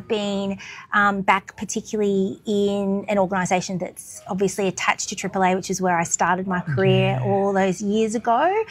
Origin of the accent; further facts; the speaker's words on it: Weipa, Queensland, Australia; also born or lived in Brisbane; And I grew up in Weipa before I moved to Brisbane when I was about 10. So okay. I still claim Cape York.